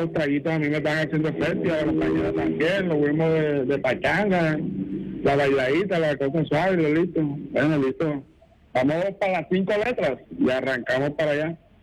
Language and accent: Spanish; Caribbean Region, Colombia; O sea, yo vivo acá en el Salvaje, pero yo soy costeño.